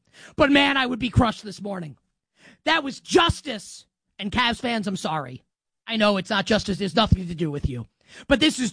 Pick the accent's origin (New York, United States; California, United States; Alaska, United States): New York, United States; I'm a Knicks fan, and I'm a New Yorker.